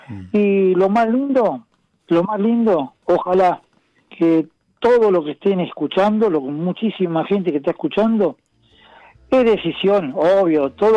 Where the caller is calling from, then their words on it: Argentina; de Alejandro Cor.